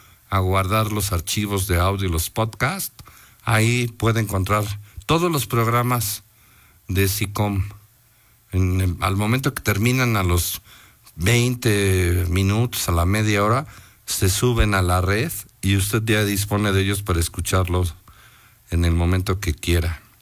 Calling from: Tlaxcala, Mexico; Hola, ¿qué tal, cafeteros? Buenas tardes … de Tlaxcala, Centro, por el estado Tlahuicole. Les mando muchos saludos.

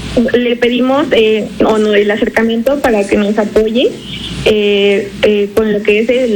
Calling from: Soltepec, Puebla, Mexico; Desde el municipio de Soltepec, Puebla.

